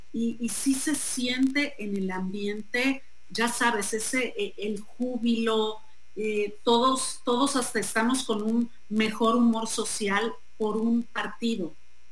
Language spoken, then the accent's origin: Spanish; Mexico